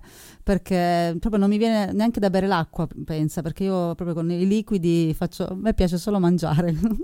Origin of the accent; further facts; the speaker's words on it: Apulia, Italy; Io il vino, diciamo che sono pugliese. Nel mio paese si fa il vino, ci sono le cantine famosissime